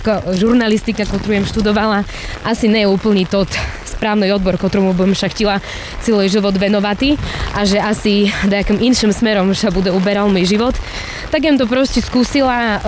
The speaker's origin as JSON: {"language": "Slovak", "town": "Stará Ľubovňa", "region": "Prešov Region", "country": "Slovakia", "tie": "born or raised there", "also_born_or_lived": "Bratislava", "said": "ja jem sa pred cca troma mišacmi presťahovala z Bratislavy domu, do Starej Ľubovny, do mojho rodiska, alebo do mojho rodného mesta."}